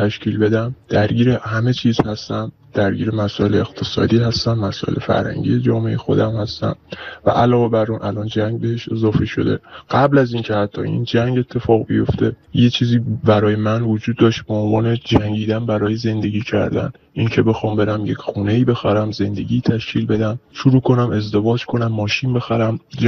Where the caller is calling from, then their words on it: Iran; من که یک جوان ایرانی هستم و تقریبا 30 سالم هستش